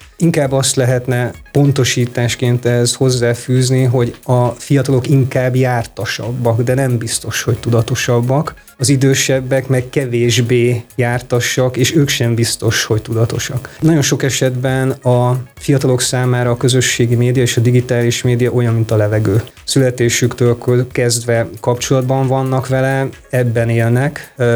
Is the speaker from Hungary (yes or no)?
yes; Hungary